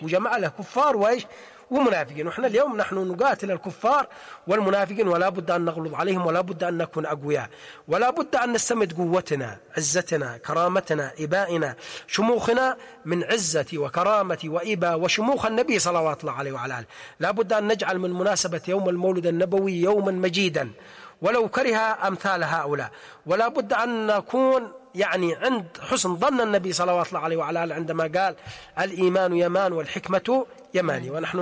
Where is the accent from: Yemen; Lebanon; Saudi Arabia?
Yemen; نحن كشعب يمني